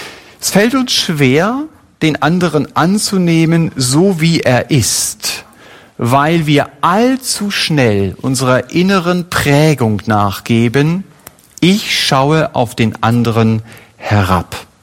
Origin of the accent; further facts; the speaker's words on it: Germany; Wir als Deutsche haben die Kultur der Oberlehrer